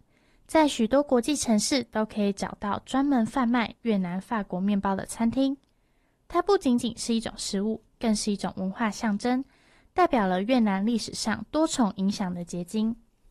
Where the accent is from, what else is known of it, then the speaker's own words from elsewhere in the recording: Taiwan; 我来自台湾，很高兴认识大家。这是我第一次讲粤语，